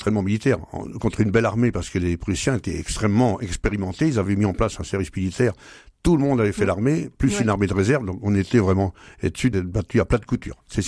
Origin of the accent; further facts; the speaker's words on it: Ségrie, Pays de la Loire, France; chez nous, à Ségris